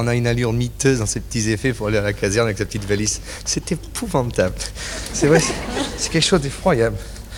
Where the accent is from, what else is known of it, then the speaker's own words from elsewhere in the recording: Nice, Provence-Alpes-Côte d'Azur, France; Oui, effectivement, j'ai passé mon enfance à Nice.